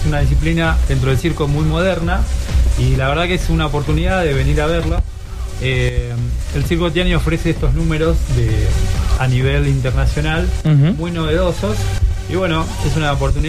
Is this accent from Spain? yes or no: no; Argentina; Nosotros somos de Argentina